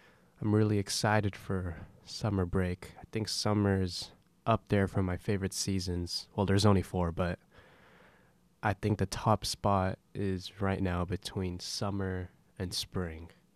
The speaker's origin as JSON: {"language": "English", "region": "California", "country": "United States", "said": "I'm from Cali"}